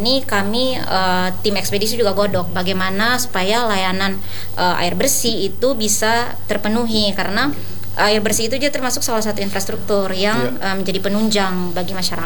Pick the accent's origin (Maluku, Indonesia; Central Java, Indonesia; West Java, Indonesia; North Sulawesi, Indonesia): Maluku, Indonesia; Asalnya dari Maluku.